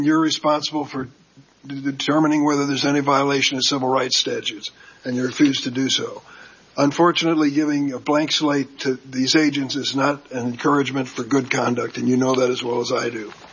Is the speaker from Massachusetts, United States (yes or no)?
no; Illinois, United States; my home state of Illinois was experiencing the beginning of a ruthless, reckless, deadly campaign